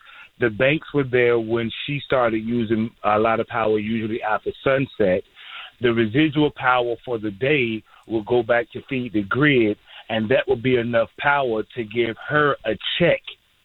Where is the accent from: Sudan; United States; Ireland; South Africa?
United States; Virginia; So I'm originally from Virginia, ex-military as well.